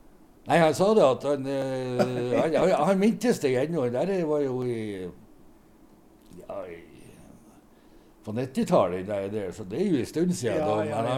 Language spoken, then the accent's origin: Norwegian; Bjerka, Nordland, Norway; jeg kommer ifra Bjerka da.